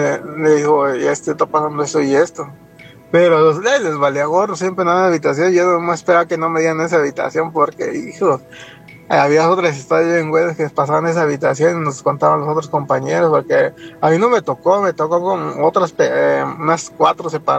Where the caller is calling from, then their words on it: Las Vegas, Nevada, United States; de Las Vegas.